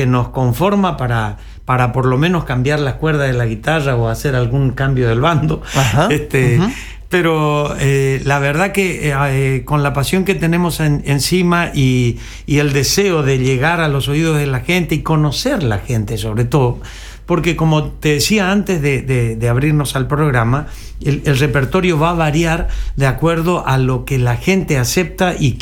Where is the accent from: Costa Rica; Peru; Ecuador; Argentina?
Argentina; Corrientes; nosotros los correntinos